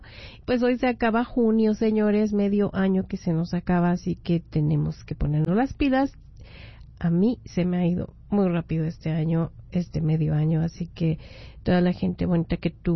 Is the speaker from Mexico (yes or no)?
yes; Mexico; Las personas que somos de México, pues entendemos la pérdida material y la pérdida de personas en este tipo de catástrofes.